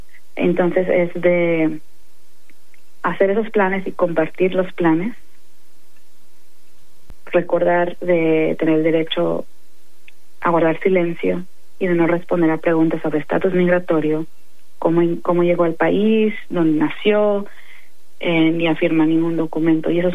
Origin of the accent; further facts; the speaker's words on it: Mexico; Y pues yo soy mexicana y pues hemos dicho, yo sé que no, y sí, sí, que nada que ver